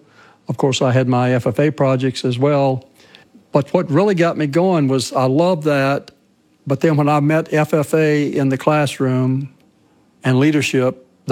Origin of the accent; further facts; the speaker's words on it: Mecklenburg County, Virginia, United States; moved away as an adult; now in Ohio, United States; I'm not an Ohio native. I grew up in Southern Virginia